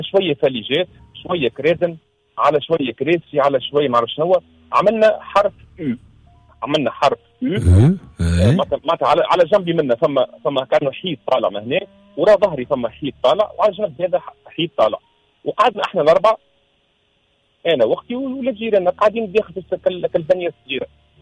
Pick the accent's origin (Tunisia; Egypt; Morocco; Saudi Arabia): Tunisia; moved away; وأنا صغير وزيت نعيش في تونس.